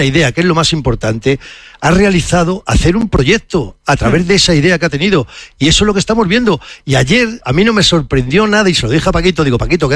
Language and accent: Spanish; Spain; Estamos, como dijo el seleccionador, orgullosos de ser español, hombre, que somos españoles.